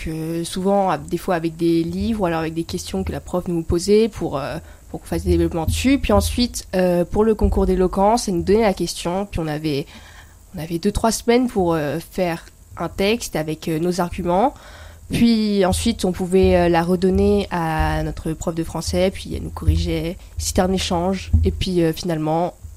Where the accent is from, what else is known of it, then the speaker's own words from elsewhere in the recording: Taiwan; also born or lived in France; Il faut savoir que je suis franco-taïwanaise, donc j'ai grandi 5 ans à Taïwan, et donc je parle déjà chinois.